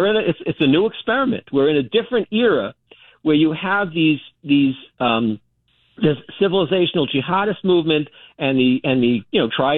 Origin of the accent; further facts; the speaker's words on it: New York City, New York, United States; a mosque very close to where I grew up in Queens.